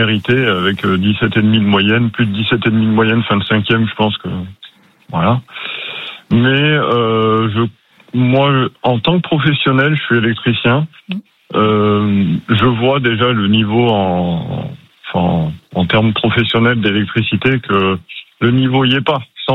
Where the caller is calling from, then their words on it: Escoutoux, Auvergne-Rhône-Alpes, France; j'appelle une petite commune à côté de Thiers qui s'appelle Escoutou.